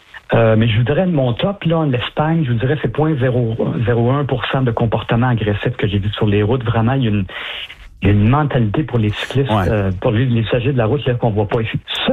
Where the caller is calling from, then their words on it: Montreal, Quebec, Canada; Comme je suis à Montréal